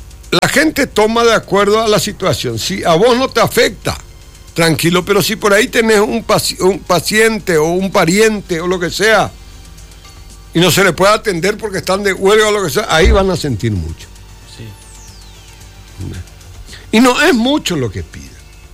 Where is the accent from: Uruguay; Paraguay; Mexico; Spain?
Paraguay